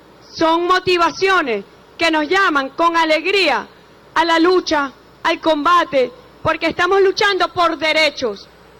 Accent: Venezuela; se lo digo como venezolana

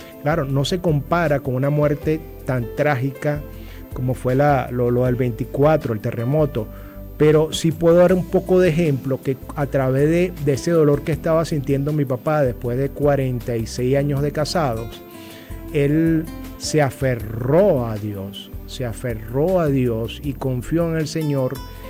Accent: Venezuela; nosotros como seres humanos y como venezolanos sufrimos.

